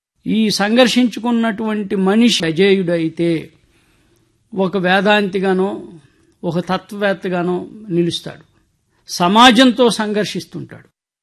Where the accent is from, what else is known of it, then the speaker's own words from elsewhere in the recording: Srikakulam district, Andhra Pradesh, India; మా స్వస్థలం శ్రీకాకుళం జిల్లా అండి, అంపోలు గ్రామం.